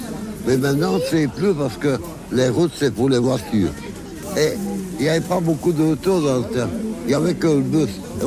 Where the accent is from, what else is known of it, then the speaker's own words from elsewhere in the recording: Floreffe, Wallonia, Belgium; Je suis pensionné. Avant, j'étais pince. Et je suis né à Florès.